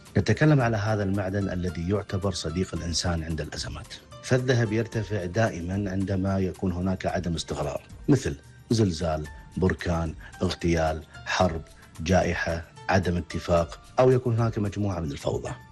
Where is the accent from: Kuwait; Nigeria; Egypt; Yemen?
Kuwait; عندنا بالكويت ما يقارب 23 شركة معتمدة